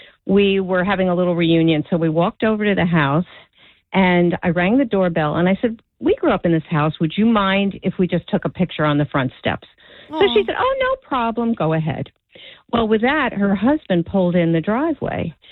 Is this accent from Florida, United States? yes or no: no; South Orange, New Jersey, United States; I grew up in South Orange.